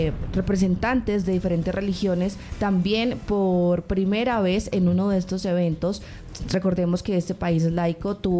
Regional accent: Cali, Valle del Cauca, Colombia; como caleña y como comunicadora

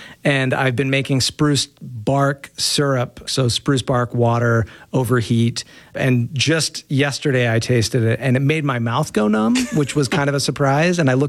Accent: Utah, United States; I was raised quite religious. You know, I'm from Utah. I was raised Mormon

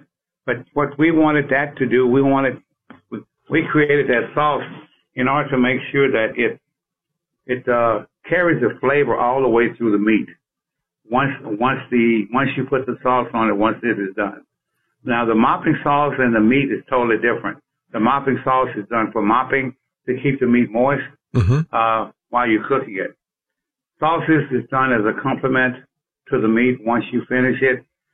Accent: Nacogdoches, Texas, United States; my mom and the family moved to Nacogdoches when I was 2 years old.

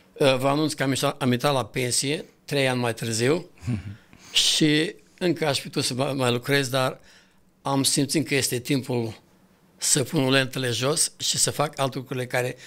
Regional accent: Rădăuți, Suceava County, Romania; born there; moved away as an adult; also born or lived in Brașov; eu m-am născut în Rădăuți, Bucovina, îi spune acum, parcă sunt mai bine decât Moldova, dar tot Moldova a rămas. Și am făcut școala primară în Rădăuți, pe urmă m-am dus în Suceava, am transferat în Suceava, am continuat școala acolo

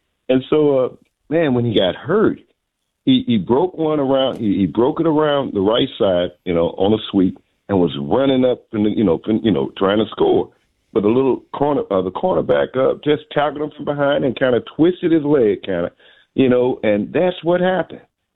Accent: St. Louis, Missouri, United States; back in the day, man, I grew up in St. Louis, and Roger Maris, man, when we had him on the Cardinals.

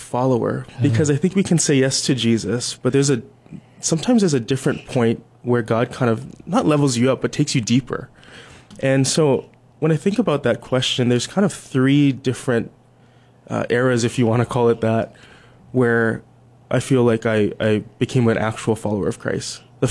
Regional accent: Ewa Beach, Hawaii, United States; Eva Plantation.

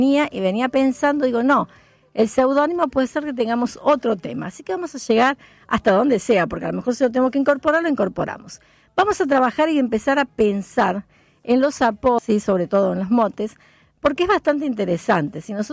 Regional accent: Argentina; nosotros como sociedad argentina estamos y vivimos en crisis

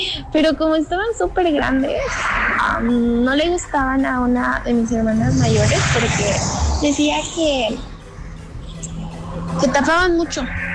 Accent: Las Vigas de Ramírez, Veracruz, Mexico; now in Xalapa, Mexico; Comencé viviendo en un ranchito por las ligas. Las ligas de Ramírez, Veracruz.

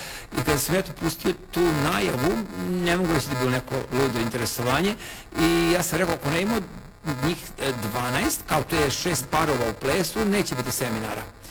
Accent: Vojvodina, Serbia; ja sam iz Vojvodine, Sarota Vanko kod Subotice

